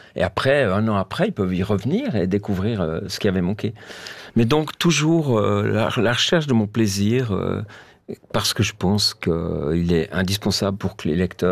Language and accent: French; Switzerland; Je suis suisse, hein, mes débordements